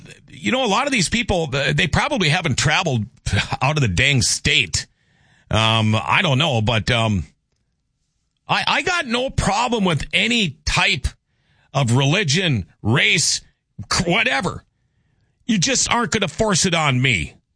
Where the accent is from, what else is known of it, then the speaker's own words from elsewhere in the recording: Thief River Falls, Minnesota, United States; also born or lived in Crookston; I said I consider Thief River Falls my hometown. I lived between Crookston and Gently up until the time I moved to Thief River.